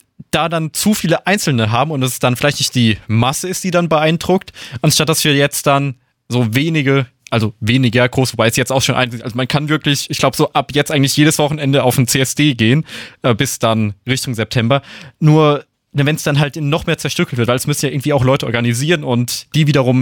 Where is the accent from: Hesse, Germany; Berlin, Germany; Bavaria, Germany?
Hesse, Germany; Darmstadt; ich komme direkt aus Darmstadt, aber jetzt nicht mehr direkt in Darmstadt dann leben, sondern aus dem Landkreis.